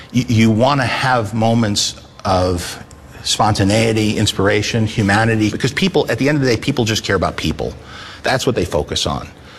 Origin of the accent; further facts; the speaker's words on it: New York City, New York, United States; as a New Yorker, it really hit me like, wow, this has really hit another level.